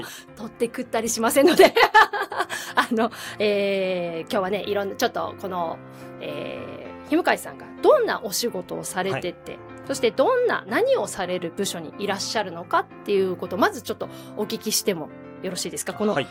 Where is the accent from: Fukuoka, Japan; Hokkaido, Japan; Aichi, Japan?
Hokkaido, Japan; Otaru; 私たち小樽市民